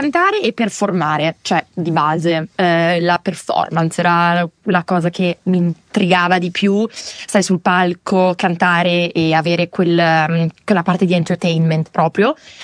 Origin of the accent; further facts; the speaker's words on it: Milan, Lombardy, Italy; born there; moved away as an adult; also born or lived in New York, United States; sono cresciuta a Milano, però andavo sempre in America